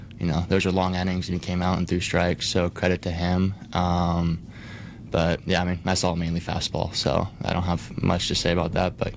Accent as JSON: {"language": "English", "town": "San Luis Obispo", "region": "California", "country": "United States", "tie": "born or raised there", "said": "To represent SLO, my hometown"}